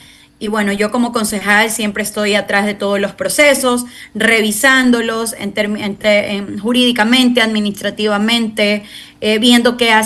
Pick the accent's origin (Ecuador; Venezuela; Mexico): Ecuador; Vinces, Los Ríos